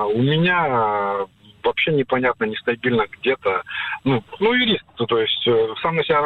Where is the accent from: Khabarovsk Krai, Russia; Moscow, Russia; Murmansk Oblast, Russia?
Khabarovsk Krai, Russia; Khabarovsk; я из Хабаровска. Я юрист, самозанятый.